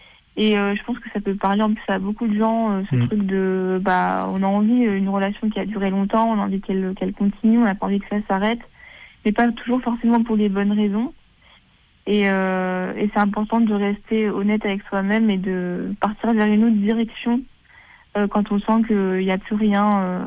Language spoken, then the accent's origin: French; France; le fait de quitter mon pays natal, donc je ne peux pas ne pas en parler. Mais avant tout, je pense aussi être une jeune femme qui a grandi en France.